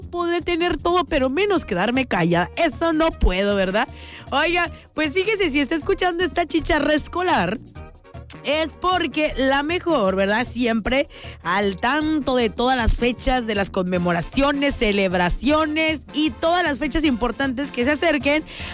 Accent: Mexico; Como buenos mexicanos que somos, muy supersticiosos, tenemos creencias

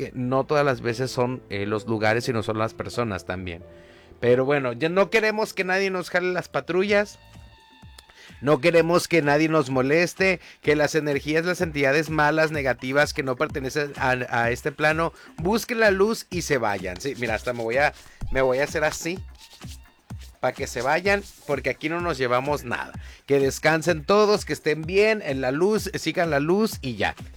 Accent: Mexico; Porque somos muy mexicanos

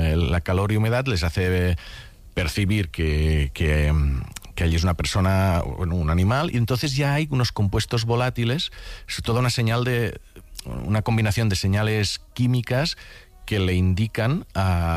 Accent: Catalonia, Spain; mira que soy del Delta del Ebre, allí mosquitos, sí.

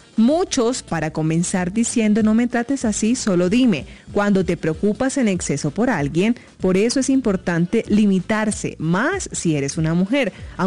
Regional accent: Caribbean coast, Colombia; born there; yo soy una mujer costera, nací en la costa norte de Colombia, soy costeña.

